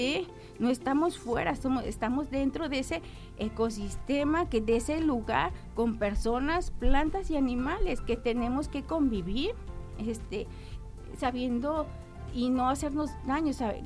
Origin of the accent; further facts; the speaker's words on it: Tepic, Nayarit, Mexico; Yo pues aquí crecí en Tepic, uh-huh, aquí estuve aquí en la primaria, y vivo cerquitas de un punto donde crecen juncos